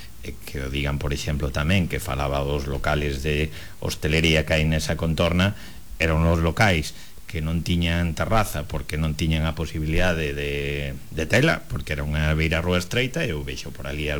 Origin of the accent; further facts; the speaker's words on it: Vilagarcía de Arousa, Galicia, Spain; porque eu son de Vilarcía tamén, aparte de ser o alcalde